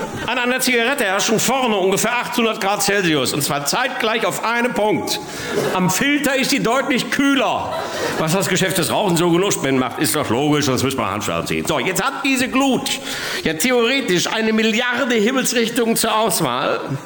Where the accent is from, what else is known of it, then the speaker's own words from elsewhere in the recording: North Rhine-Westphalia, Germany; Komm, ich komme aus dem Ruhrgebiet und bei uns zu Hause fangen eigentlich alle Sätze mit also an.